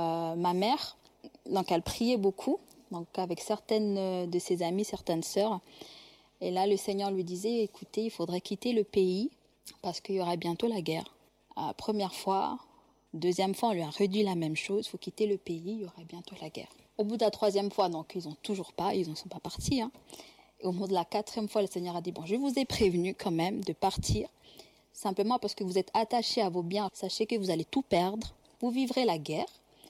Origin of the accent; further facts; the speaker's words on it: Cyangugu, Western Province, Rwanda; born there; Je suis née au Rwanda, dans la région de Kyangugu. Nous étions anciennement catholiques.